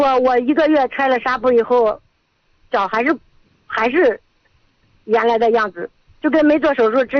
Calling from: Yuncheng, Shanxi, China; 我是咱们运城空港的。

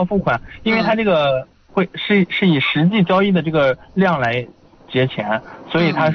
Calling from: Houma, Shanxi, China; 我是侯马的。

